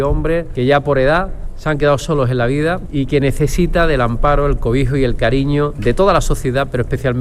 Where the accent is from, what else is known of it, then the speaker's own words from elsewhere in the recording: Andalusia, Spain; Eso somos los andaluces.